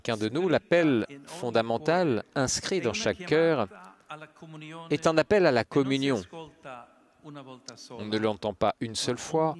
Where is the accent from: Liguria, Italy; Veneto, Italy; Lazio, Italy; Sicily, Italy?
Sicily, Italy; Paternò; j'ai 22 ans et je viens de Paterno, un petit village de Sicile.